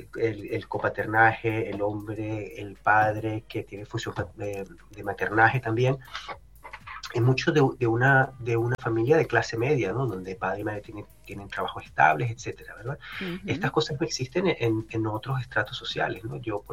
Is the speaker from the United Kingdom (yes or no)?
no; Venezuela; o pensamos en Venezuela, ¿no? De donde yo soy, y mi experiencia creciendo en Venezuela y viajando por el país desde pequeño